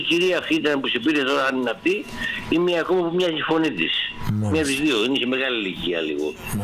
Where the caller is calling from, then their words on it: Greece; είμαι Έλληνας, πήγα στρατό, είμαι ειδικές δυνάμεις αληθίωτα.